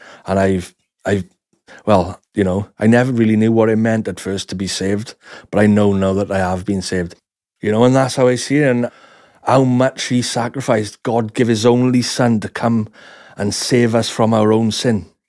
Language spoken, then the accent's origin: English; Ebbw Vale, Wales, United Kingdom; I'm from Ebervale, South Wales. I've always been a believer in God since I was very young. I went to a Catholic school when I was growing up, and then on to a secondary school, which was Catholic as well.